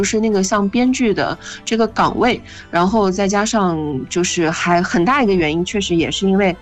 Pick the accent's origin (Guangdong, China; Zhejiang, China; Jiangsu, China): Jiangsu, China; Nanjing; 我就是南京人